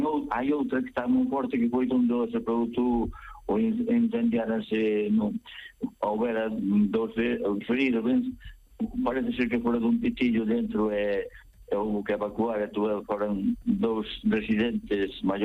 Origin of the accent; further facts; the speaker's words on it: Oza-Cesuras, Galicia, Spain; Moi buenas. Son de Oza, Cesuras.